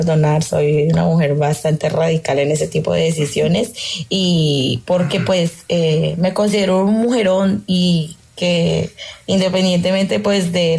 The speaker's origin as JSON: {"language": "Spanish", "country": "Colombia", "lives_now": "Spain", "said": "Bueno, actualmente yo vivo en España, pero pues soy de Colombia."}